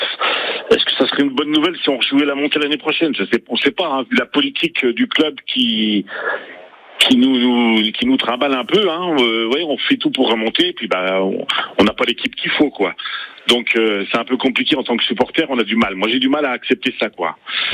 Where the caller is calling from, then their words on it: Normandy, France; Oui, bonsoir. Oui, je suis bien de Normandie, mais là je suis en Lorraine parce que je suis en famille.